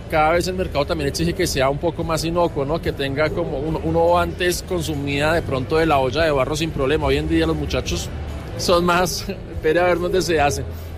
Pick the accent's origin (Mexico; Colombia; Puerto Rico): Colombia; Bogotá; born there; pero yo soy nacido aquí en Bogotá. Amo Bogotá.